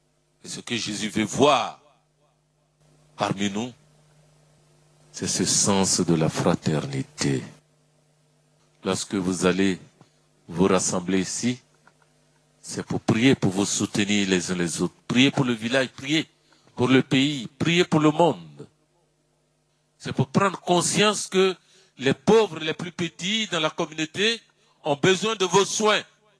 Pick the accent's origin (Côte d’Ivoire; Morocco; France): Côte d’Ivoire; Abidjan; J'ai grandi à Port-Bois avec un de leurs enfants